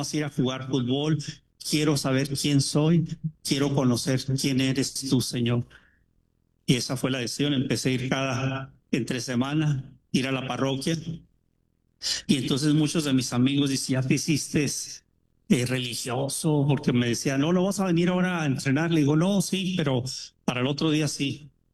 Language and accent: Spanish; Tijuana, Baja California, Mexico; now in San Diego, United States; Tuve un amigo que dejó de ser católico, que crecimos juntos en Tijuana y ya vivíamos en San Diego